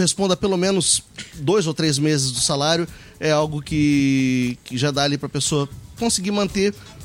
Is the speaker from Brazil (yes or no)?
yes; São José dos Campos, São Paulo, Brazil; now in São Paulo, Brazil; eu sou de São José dos Campos